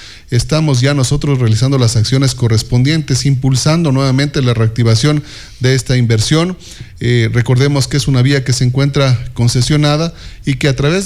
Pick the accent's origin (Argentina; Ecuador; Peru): Ecuador; Chimborazo; Como chimboracenses, como ecuatorianos